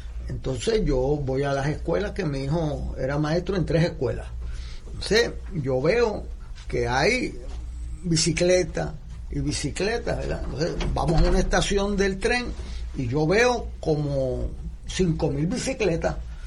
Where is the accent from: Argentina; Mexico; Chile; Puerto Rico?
Puerto Rico; soy puertorriqueño